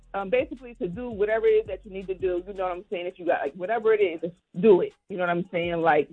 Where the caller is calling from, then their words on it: New Jersey, United States; Like Atlantic City, but a little outside of Atlantic City.